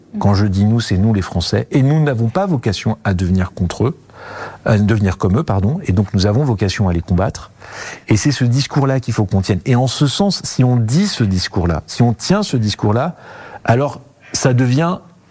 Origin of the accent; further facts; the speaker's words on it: France; Et quand je dis « nous » en tant que Français, je dis « nous » en tant qu'Arménien, nous ne sommes pas comme eux, nous n'avons pas vocation à devenir comme eux.